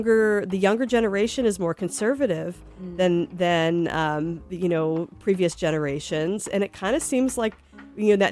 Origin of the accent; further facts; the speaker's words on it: East Coast, United States; and I'm from the East Coast.